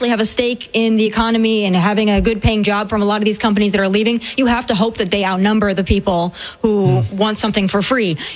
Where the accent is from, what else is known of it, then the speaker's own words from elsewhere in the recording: Tennessee, United States; I would say my home state of Tennessee right now, Nashville.